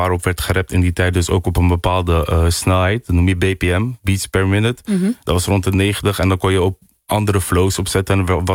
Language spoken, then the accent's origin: Dutch; Gorinchem, South Holland, Netherlands; Ik kom uit Gorinchem.